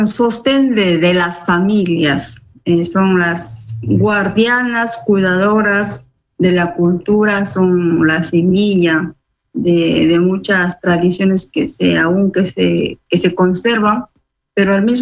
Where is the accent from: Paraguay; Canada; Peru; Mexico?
Peru; Yurimaguas, Loreto; also born or lived in Vitoria-Gasteiz, Spain; un abrazo amazónico, peruano, selvático, desde Yurimaguas